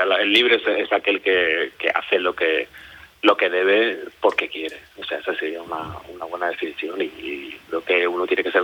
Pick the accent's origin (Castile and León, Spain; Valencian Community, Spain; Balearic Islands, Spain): Balearic Islands, Spain; Manacor; Sí, yo soy de Manacor.